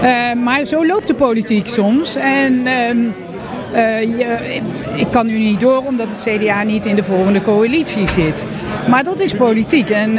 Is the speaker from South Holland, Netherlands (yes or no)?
yes; Leiden, South Holland, Netherlands; Maar ik kwam uit Leiden.